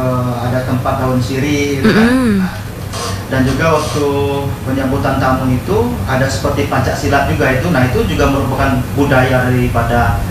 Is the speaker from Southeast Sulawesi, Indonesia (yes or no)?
no; Bengkulu, Indonesia; first language Rejang; saya dibesarkan di Bengkulu Utara itu betul-betul dari orang tua bapak saya dan ibu saya orang Rejang, di mana setiap di rumah misalkan kita menggunakan bahasa